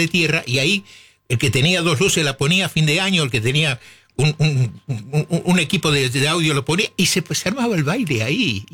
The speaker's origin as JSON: {"language": "Spanish", "country": "Argentina", "tie": "born or raised there", "moved": "as an adult", "said": "Ese Donizetti 559 donde nací, viví 23 años"}